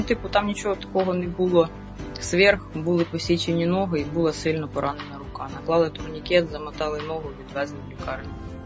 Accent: Dnipro, Dnipropetrovsk Oblast, Ukraine; Я сама з Дніпра.

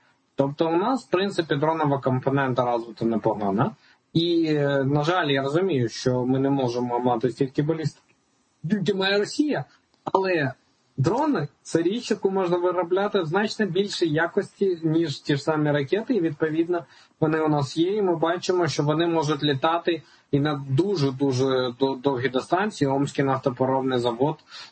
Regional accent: Yahotyn, Kyiv Oblast, Ukraine; now in Kyiv, Ukraine; в моєму рідному Яготині в Київській області

